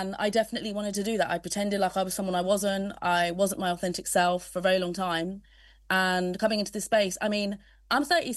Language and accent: English; Surrey, South East England, United Kingdom; growing up in Surrey as an LGBTQ plus person, there wasn't really much out there for me as a student.